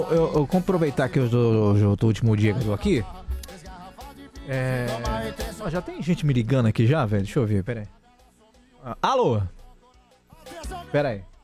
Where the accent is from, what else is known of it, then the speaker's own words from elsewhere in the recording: Luislândia, Minas Gerais, Brazil; Sou de Islândia, Islândia do Oeste.